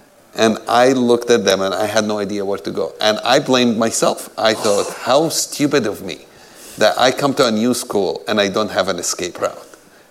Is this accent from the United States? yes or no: no; Jerusalem, Palestine; I grew up in Jerusalem. I'm the youngest of seven children.